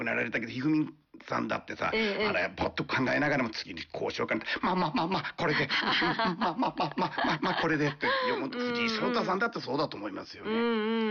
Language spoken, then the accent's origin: Japanese; Iwakuni, Yamaguchi, Japan; 困った時助けるのが俺の役目よちょっとこうね、江戸っ子じゃないけど岩国っ子も意地があるんじゃないですか。